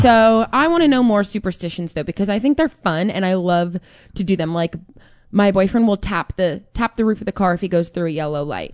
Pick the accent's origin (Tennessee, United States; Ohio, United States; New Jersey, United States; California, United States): New Jersey, United States; I grew up in North Jersey, like Italian cultures.